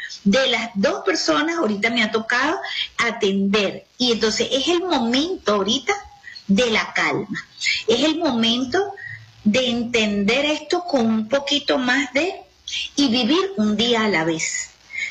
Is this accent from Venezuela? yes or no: yes; Venezuela; Y la otra actitud que creo que es fundamental, que nos va a ayudar mucho como venezolanos, es ver como emprendedores, como seres humanos, qué podemos hacer por los demás